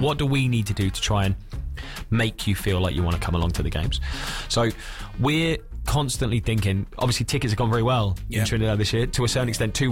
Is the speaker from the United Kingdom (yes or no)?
yes; United Kingdom; moved away; I'm too British to do it.